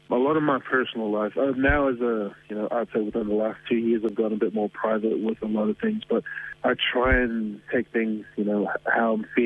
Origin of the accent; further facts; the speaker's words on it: New Zealand; So kind of a funny little thing about growing up in New Zealand as a Samoan and having an identity crisis.